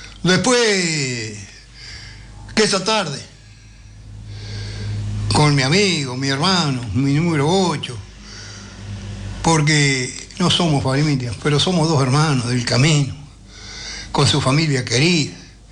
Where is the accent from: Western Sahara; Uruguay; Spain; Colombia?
Uruguay; Sarandí del Yí, Durazno; mi pueblo, Sarandí de allí, como dije, lo más grande, lo más hermoso, mi pueblo, mi villa, mi ciudad, Sarandí de allí.